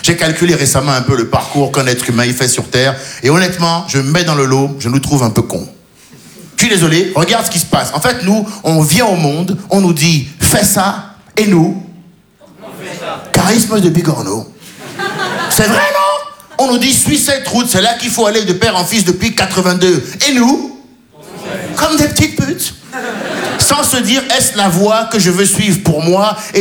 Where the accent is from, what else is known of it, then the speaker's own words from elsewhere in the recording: Benin; now in France; me dis, je suis franco-béninois. Ouais, mais je me dis maintenant, quand les impôts ils viennent, je suis béninois.